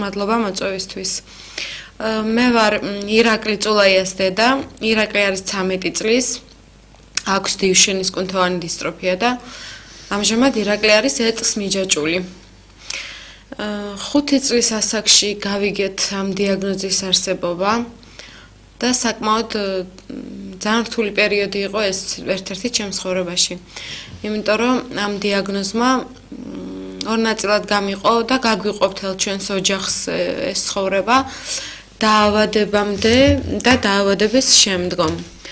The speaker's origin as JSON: {"language": "Georgian", "region": "Abkhazia", "country": "Georgia", "moved": "as an adult", "said": "ჩვენ აფხაზეთიდან ვართ. იქ ცხოვრობდით, ძალიან ბედნიერი ცხოვრება გვქონდა, მაგრამ სამწუხაროდ შეიცვალა ჩვენი ცხოვრება და 2021 წელს გავემგზავრეთ საფრანგეთში."}